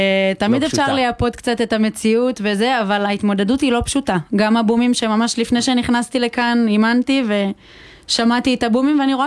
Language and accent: Hebrew; Kiryat Shmona, Northern District, Israel; אני ילידת העיר קריית שמונה, אני מכאן במקור.